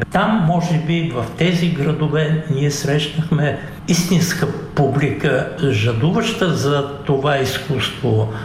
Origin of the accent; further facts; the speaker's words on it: Dupnitsa, Kyustendil Province, Bulgaria; Аз съм роден в Дупница